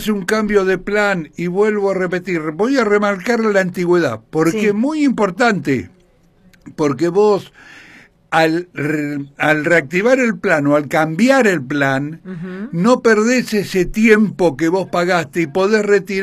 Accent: San Carlos de Bariloche, Río Negro, Argentina; yo soy de Bariloche.

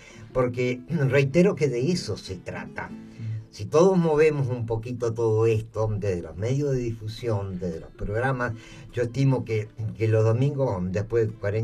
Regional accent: Esquel, Chubut, Argentina; now in El Bolsón, Argentina; hace 50 años que vivo en este lugar. Sin pretender de quedar bien, la verdad, la comarca andina, el Bolsón, la comarca andina. Y es mi lugar en el mundo, yo soy de Esquel.

